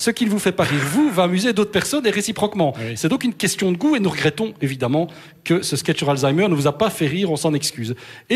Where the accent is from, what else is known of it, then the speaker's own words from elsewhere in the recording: Belgium; chez nous, en Belgique